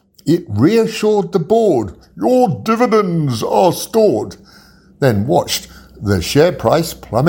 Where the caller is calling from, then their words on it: Hong Kong; signing out